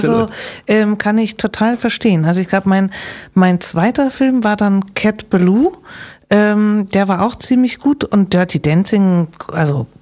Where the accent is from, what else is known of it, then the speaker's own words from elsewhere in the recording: Hamburg, Germany; das sage ich als Hamburgerin.